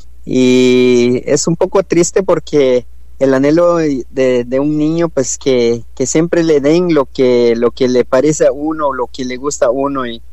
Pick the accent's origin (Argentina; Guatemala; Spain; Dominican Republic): Guatemala; now in Los Angeles, United States; soy de Guatemala, pero vivo aquí en Los Ángeles, California.